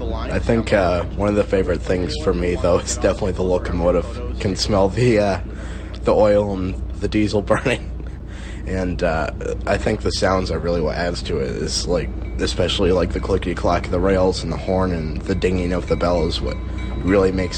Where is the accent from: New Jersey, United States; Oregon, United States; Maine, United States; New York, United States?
Maine, United States; Turner; I'm from Turner, Maine, and I'm 15 years old.